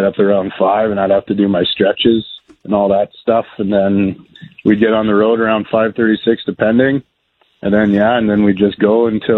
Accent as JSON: {"language": "English", "town": "Rocanville", "region": "Saskatchewan", "country": "Canada", "tie": "born or raised there", "moved": "as an adult", "said": "I'll be going into my fourth year here. We moved back here. I played hockey for many years, and then we came back during COVID to my hometown. And so this is going into year four here."}